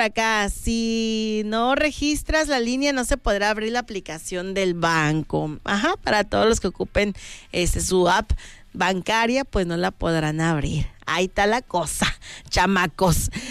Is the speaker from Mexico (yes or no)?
yes; Mexico; estamos esperando, como buenos mexicanos, siempre a la última hora.